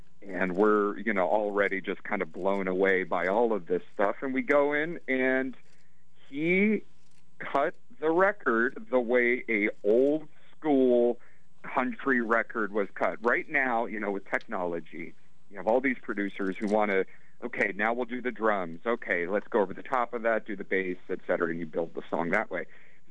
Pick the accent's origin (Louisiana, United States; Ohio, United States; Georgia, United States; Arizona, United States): Arizona, United States; I'm born and raised in Arizona